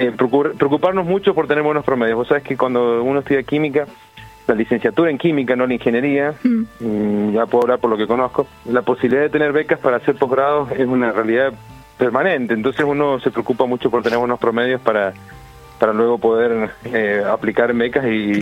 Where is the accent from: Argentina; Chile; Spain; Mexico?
Argentina; como argentino, es un orgullo tener la Feria del Libro.